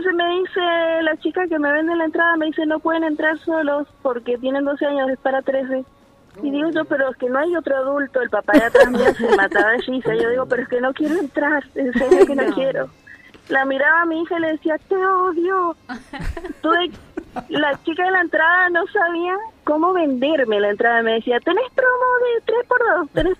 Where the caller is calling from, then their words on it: Maipú, Mendoza, Argentina; En Maipú.